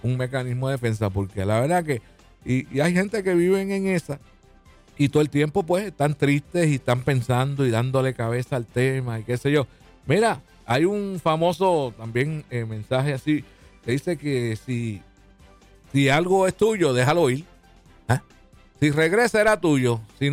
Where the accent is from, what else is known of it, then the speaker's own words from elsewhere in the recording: Mameyes, Puerto Rico; Bueno, acuérdate que yo soy de Mameye, 1960.